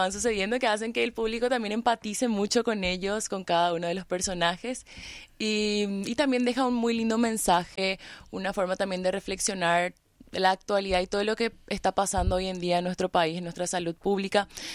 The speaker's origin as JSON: {"language": "Spanish", "town": "Santa Rita", "region": "Alto Paraná", "country": "Paraguay", "tie": "born or raised there", "lives_now": "Asunción, Paraguay", "said": "Yo soy oriunda de Santa Rita"}